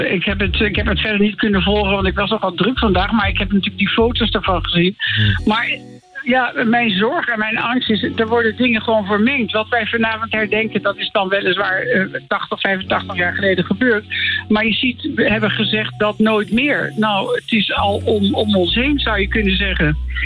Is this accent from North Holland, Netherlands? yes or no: yes; Amsterdam, North Holland, Netherlands; ik ben geboren getogen in Amsterdam.